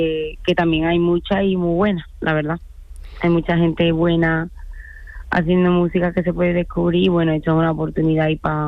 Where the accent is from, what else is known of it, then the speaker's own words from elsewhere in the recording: Chipiona, Andalusia, Spain; moved away as an adult; now in Madrid, Spain; yo soy de Chipiona